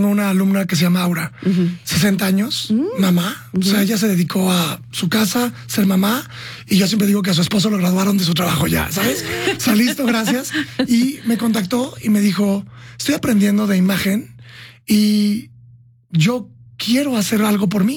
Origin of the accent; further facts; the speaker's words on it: San Luis Potosí, Mexico; born there; yo soy un tipo normal, nací en San Luis Potosí, en una casa normal